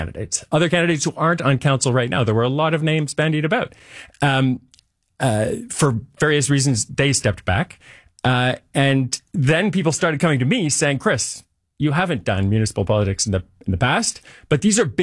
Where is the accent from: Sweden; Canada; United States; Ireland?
Canada; Toronto, Ontario; I'm a guy from Toronto, John. Grew up here, went to school here. My parents have always lived here.